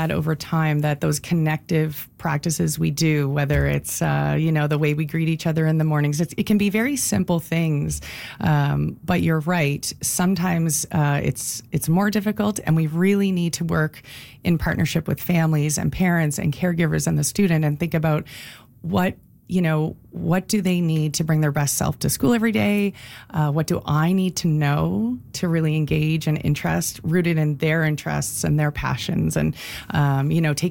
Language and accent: English; Cape Breton, Nova Scotia, Canada; I grew up in Cape Breton, where schools are really at the heart of community.